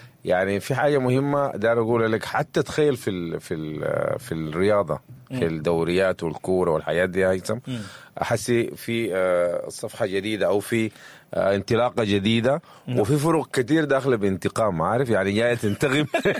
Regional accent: Sudan; كلنا يا جماعة في الأيام دي كسودانيين

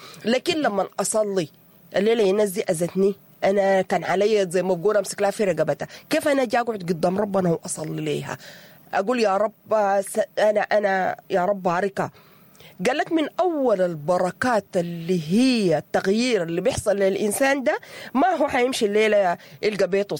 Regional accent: Sudan; ونحن كسودانيين

